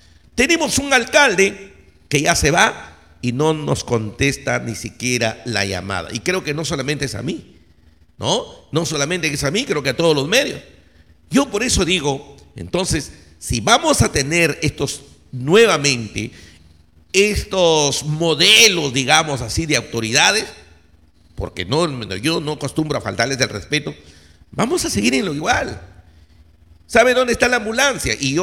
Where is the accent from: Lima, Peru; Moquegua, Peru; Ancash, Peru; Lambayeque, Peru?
Lambayeque, Peru; Olmos; ¿eso significa que yo quiero a mi pueblo de Olmos?